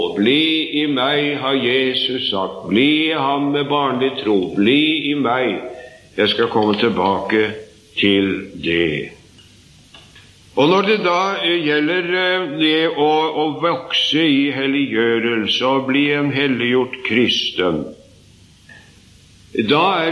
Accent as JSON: {"language": "Norwegian", "town": "Sarpsborg", "region": "Østfold", "country": "Norway", "tie": "born or raised there"}